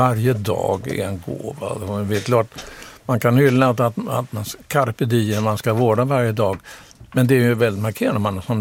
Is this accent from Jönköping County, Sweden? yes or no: no; Stockholm, Stockholm County, Sweden; jag är nämligen uppvuxen på Fredrikshovsgatan, för pappa var präst i Oskarskyrkan 19 år